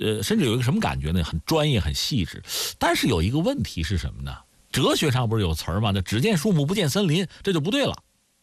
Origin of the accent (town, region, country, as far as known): China